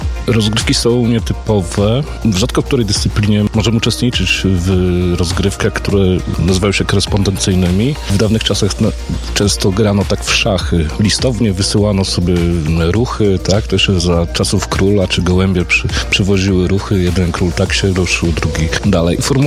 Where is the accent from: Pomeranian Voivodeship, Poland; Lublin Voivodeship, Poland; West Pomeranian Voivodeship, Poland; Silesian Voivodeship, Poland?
Lublin Voivodeship, Poland; Włodawa; Ja sam pochodzę z Włodawy.